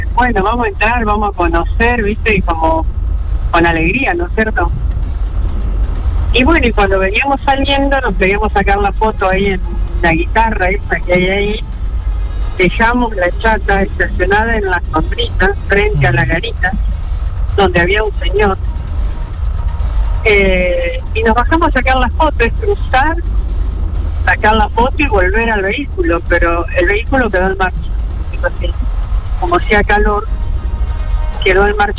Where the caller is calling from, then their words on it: Pergamino, Buenos Aires Province, Argentina; Nosotros somos de Pergamino, provincia de Buenos Aires